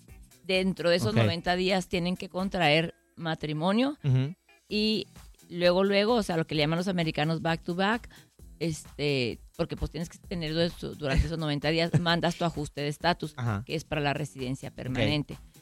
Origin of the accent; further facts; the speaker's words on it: Mexico; now in El Paso, United States; yo tuve mis hijos aquí cuando era mexicana. Bueno, con Max ya era residente, pero cuando tuve al grande, yo estaba viviendo aquí. Ahorita no me van a decir nada, ya soy americana.